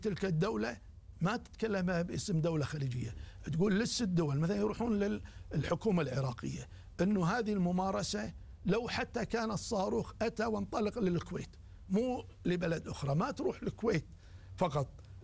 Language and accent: Arabic; Kuwait; لدي أنا بالكويت